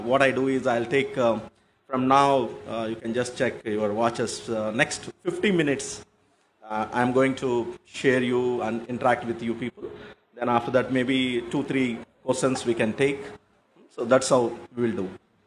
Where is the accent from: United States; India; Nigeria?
India; Bangalore, Karnataka; Otherwise, I am from Bangalore. I live in Bangalore.